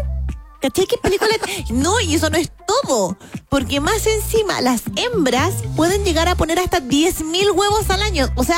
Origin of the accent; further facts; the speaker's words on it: Calama, Antofagasta, Chile; born there; Yo me acuerdo cuando era chica, en Calama vendían tortuguitas de mar